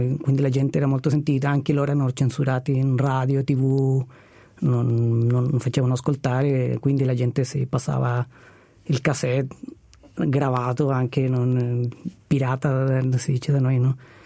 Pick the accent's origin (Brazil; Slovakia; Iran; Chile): Chile; Rancagua, O'Higgins; Italian is a second language; moved away as an adult; also born or lived in Santiago, Chile; now in Mendrisio, Switzerland; sono nato prima a Rancagua, in una piccola città, una piccola mediana città al sud di Santiago. E da lì mi sono ho fatto il trasloco a vivere a Santiago per 20 anni.